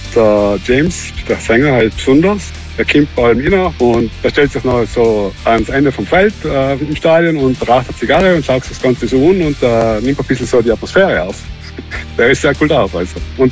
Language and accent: German; Trentino-Alto Adige, Italy; Zum Glück komme ich aus Südtirol, dann hat man nicht vielleicht Höhenangst für die Berge.